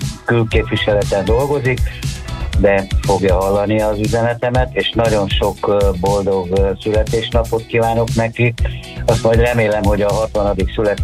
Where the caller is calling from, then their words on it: Budapest, Hungary; Budapestről